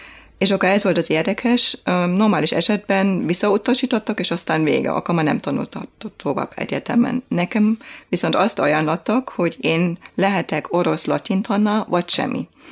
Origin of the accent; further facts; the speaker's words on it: Dresden, Saxony, Germany; Hungarian is a second language; moved away as an adult; now in Hungary; én Németországban születtem, még jobban NDK-ban, annak az idején, Dresdában, egy nagyon szép városban. Egy hívő családban, és 4 testvérek voltunk.